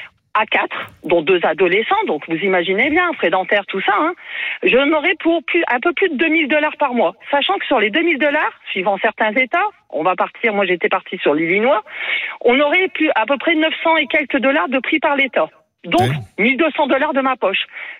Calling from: France; Et pourtant, je suis française, hein.

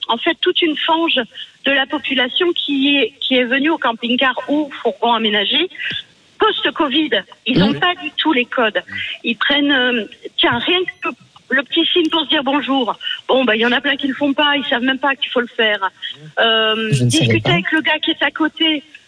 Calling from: Châteauneuf-du-Rhône, Auvergne-Rhône-Alpes, France; j'habite à Châteauneuf-du-Rhône, c'est à côté.

